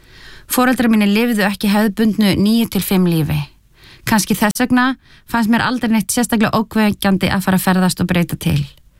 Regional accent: Reykjavík, Capital Region, Iceland; Ég alinn upp í Ártúnsholtinu í Reykjavík, en á líka sterka taugar austur á Rauðafjörð.

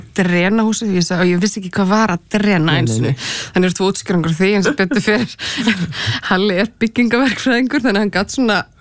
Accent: Capital Region, Iceland; En ég ólst upp á Bergþórgötunni

